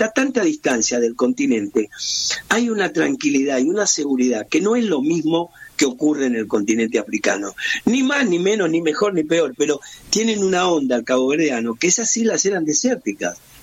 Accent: Avellaneda, Buenos Aires Province, Argentina; born there; Yo soy requete argentino, nacido en Avellaneda

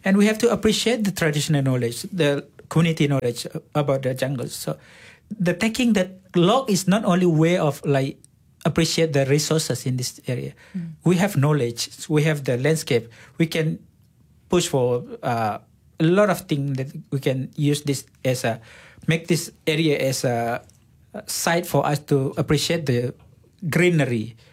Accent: Sarawak, Malaysia; We Sarawakian, please love us also. Come on. I'm Penan.

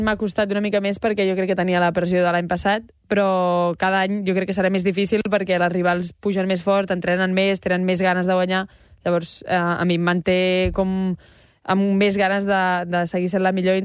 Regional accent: Terrassa, Catalonia, Spain; Jo sí, jo sí. Molt fidel a Terrassa.

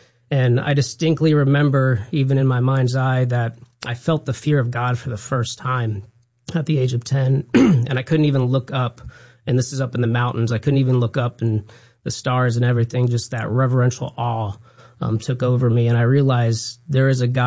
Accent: Sacramento, California, United States; So, yes, I was born here in Sacramento, raised here.

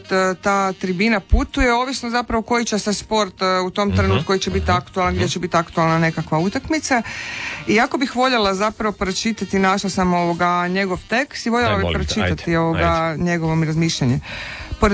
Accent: Zagreb, City of Zagreb, Croatia; born there; now in Rijeka, Croatia; ja sam iz Novog Zagreba kao

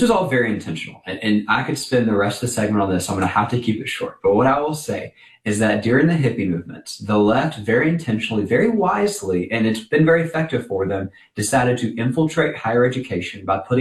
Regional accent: Alabama, United States; people like, you know, my home state of Alabama. We've got up north and down south of the state some great universities.

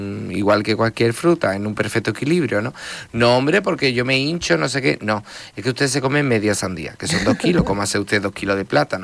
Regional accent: Andalusia, Spain; somos andaluces, nuestra dieta es maravillosa.

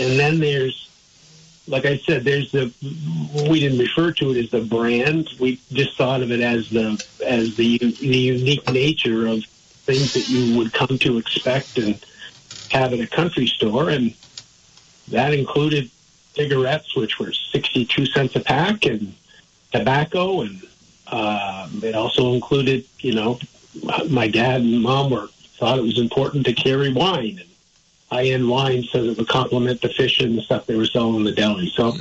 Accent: Vermont, United States; also born or lived in Massachusetts; When I grew up in Vermont, I wanted to go to college in Vermont

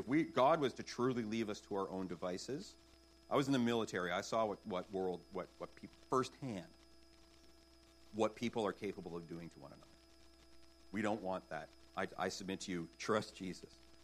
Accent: Canada; I'm Canadian, right?

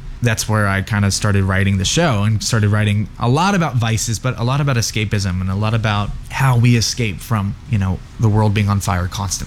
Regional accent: Norman, Oklahoma, United States; I grew up in Norman

